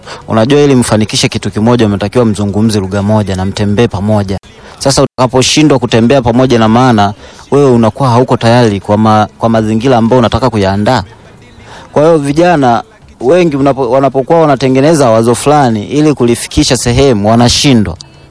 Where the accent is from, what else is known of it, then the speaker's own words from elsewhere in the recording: Chato District, Geita, Tanzania; now in Mwanza, Tanzania; Mimi nimetoka mkoa wa Geita, wilaya ya Chato.